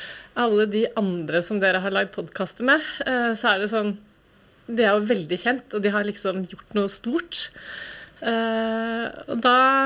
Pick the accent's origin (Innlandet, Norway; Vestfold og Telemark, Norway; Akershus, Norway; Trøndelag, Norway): Akershus, Norway; Kolbotn; also born or lived in Oslo; da jeg var 4, så flyttet vi til Kolbotten, som ligger 2 mil utenfor Oslo. Det var bygda da, altså. Mm. Det var et lite byggefelt, og det var masse skog, og det var vann. Og jeg tror nok at oppveksten der var litt sånn som mange har her.